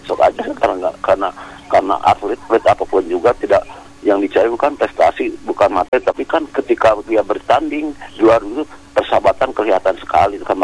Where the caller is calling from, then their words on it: West Java, Indonesia; salam sahabatan, salam persaudaraan dari saya dari Jawa Barat. Walaupun beda pulau, beda provinsi, waktu pun juga beda 2 jam